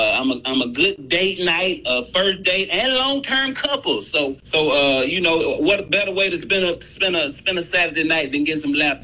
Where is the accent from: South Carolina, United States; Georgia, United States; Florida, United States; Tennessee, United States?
Georgia, United States; Villa Rica; born there; But I live up and down 20. You know, I was born in Villa Rica. That's my hometown.